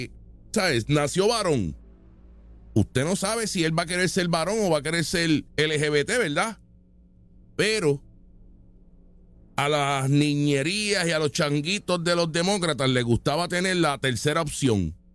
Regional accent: Puerto Rico; Nosotros somos estados de Estados Unidos, porque Puerto Rico no es un país.

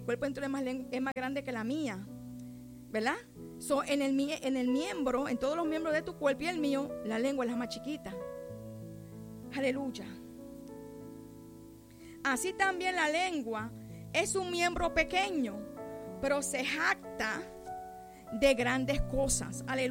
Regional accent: Grove Place, St. Croix, U.S. Virgin Islands; Yo nací, me crié en Grove Place, uno de los barrios más malos en esta isla, que ahí no se mete que no vive en Grove, ¿ok? Y yo soy de ese barrio, nacida y criada ahí.

